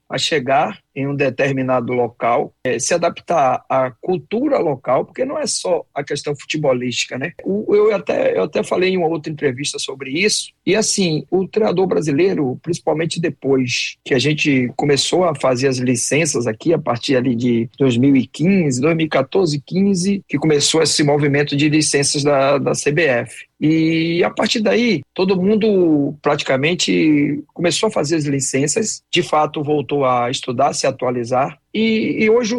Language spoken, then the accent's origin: Portuguese; Salvador, Bahia, Brazil; eu nesse momento eu estou em Salvador, né? Que é a minha cidade natal, é a minha base, né?